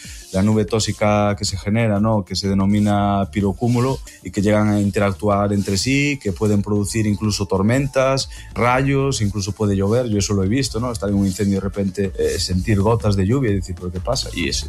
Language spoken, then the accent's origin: Spanish; Galicia, Spain; trabajando en mi tierra, en Galicia